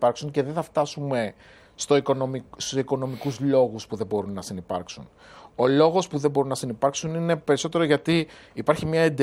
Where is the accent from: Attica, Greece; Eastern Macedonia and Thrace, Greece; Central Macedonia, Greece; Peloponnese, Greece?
Attica, Greece; Peristeri; also born or lived in Agrinio; όταν γύρισα από το Αγρίνιο και ήμουν μεγάλωσα στη Χωράφα πάνω στο Περιστέρι.